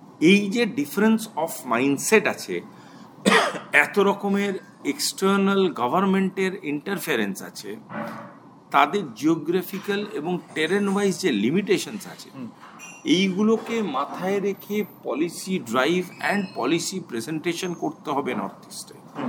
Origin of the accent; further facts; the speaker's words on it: West Bengal, India; আমাদের পশ্চিমবাংলার মানুষজনের মতনই, তারাও ভারতীয়, আমরাও ভারতীয়।